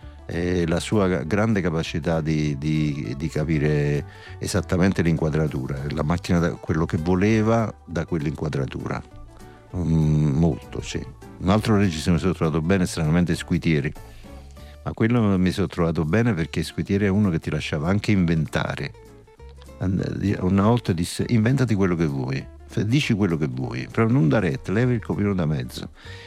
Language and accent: Italian; Naples, Campania, Italy; Io ne posso parlare male e dire magari che cosa non mi piace, ma io da napoletano lo posso fare, ma altri no.